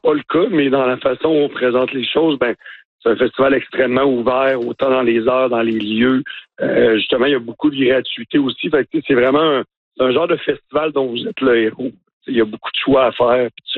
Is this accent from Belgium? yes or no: no; Baie-Saint-Paul, Quebec, Canada; born or raised there